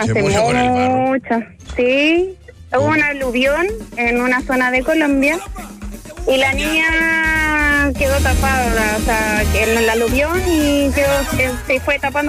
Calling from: Chile; yo soy chilena.

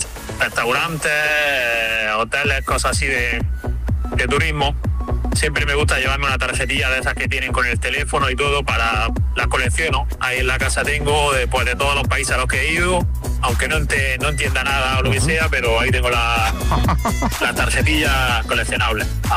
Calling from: Almería, Andalusia, Spain; de Almería.

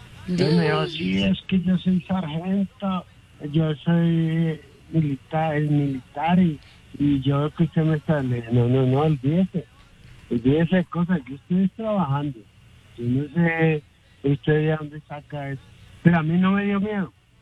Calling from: Ibagué, Tolima, Colombia; Vivía ya harto tiempo. Soy de Ibagué.

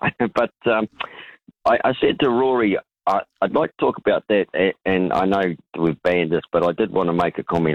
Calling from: Canterbury, New Zealand; down here in Canterbury

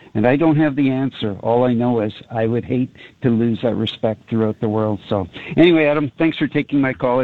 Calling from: Canada

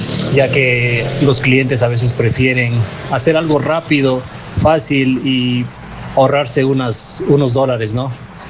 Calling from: Loja, Ecuador; Saludos para todos desde Loja, Ecuador.

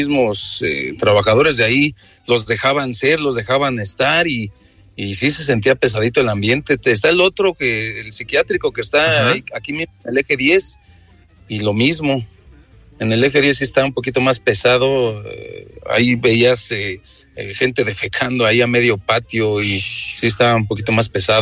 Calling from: Ixtapaluca, State of Mexico, Mexico; En Ixtapaluca.

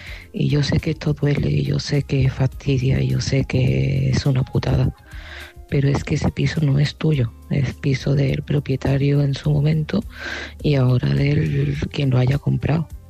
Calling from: Seville, Andalusia, Spain; de Sevilla y este mensaje va para Adela.

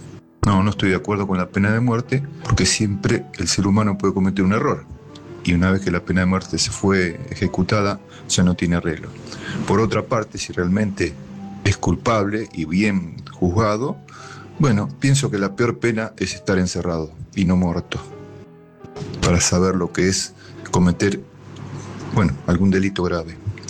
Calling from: Buenos Aires, Argentina; de Liniers.

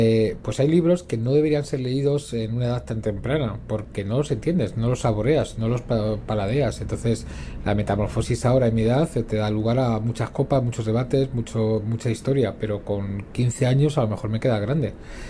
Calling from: Madrid, Community of Madrid, Spain; Hola, buenas. … de Madrid.

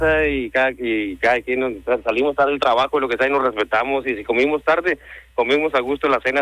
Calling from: Monterrey, Nuevo León, Mexico; Sí, cómo no, y que vivo en Monterrey.

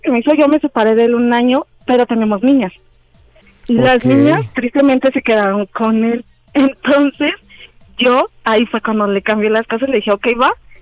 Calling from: Mexico City, Mexico; Tengo 35, soy de CDMX.

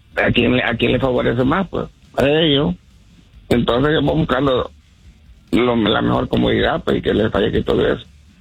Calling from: United States; Aquí de Washington

